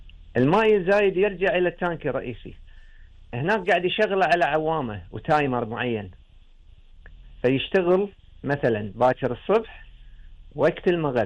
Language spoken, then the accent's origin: Arabic; Kuwait